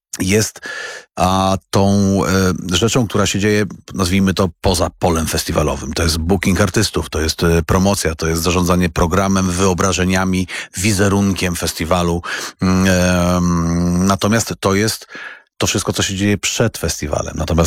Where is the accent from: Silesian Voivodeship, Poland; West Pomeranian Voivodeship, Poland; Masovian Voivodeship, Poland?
West Pomeranian Voivodeship, Poland; born or raised there